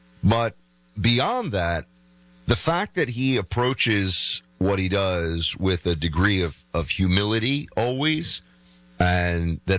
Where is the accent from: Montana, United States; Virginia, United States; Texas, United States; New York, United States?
New York, United States; So I look at this guy, not just as a New Yorker, but as somebody who observes public figures in general